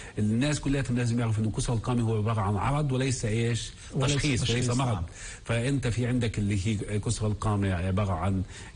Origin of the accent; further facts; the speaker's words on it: Palestine; المتوسط اللي عندنا في فلسطين هنا